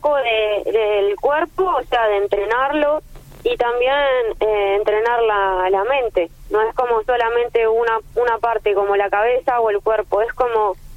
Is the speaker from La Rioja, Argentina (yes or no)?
no; General Roca, Río Negro, Argentina; Yo soy de Río Negro, de General Roca